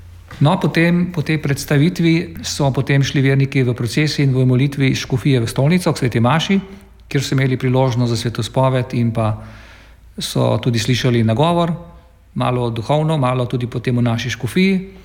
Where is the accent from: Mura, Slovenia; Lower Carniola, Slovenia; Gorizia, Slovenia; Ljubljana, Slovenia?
Lower Carniola, Slovenia; Mirna Peč; born or raised there